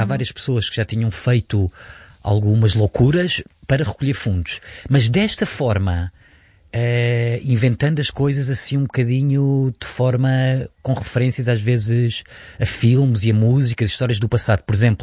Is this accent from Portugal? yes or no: yes; Portugal; a minha terra, Portugal. Eu sou português com muito orgulho